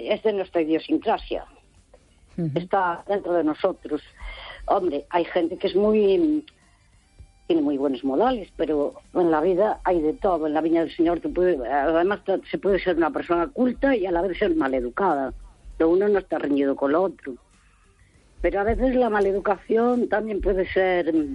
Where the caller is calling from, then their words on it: Santiago de Compostela, Galicia, Spain; de Santiago.